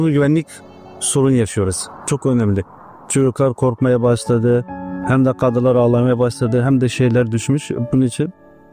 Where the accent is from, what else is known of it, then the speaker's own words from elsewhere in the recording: Aleppo, Aleppo Governorate, Syria; Suriye Dimasası'nda Türkmenim. 4 tane çocuğum vardır. 85 doğumluyum. Halepliyim.